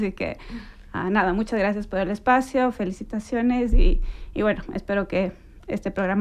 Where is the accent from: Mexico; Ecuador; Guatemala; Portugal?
Ecuador; now in Zurich, Switzerland; me mudé hace poco tiempo a Zurich, soy ecuatoriana, y para mí es importante poder conectar con gente de mi propia comunidad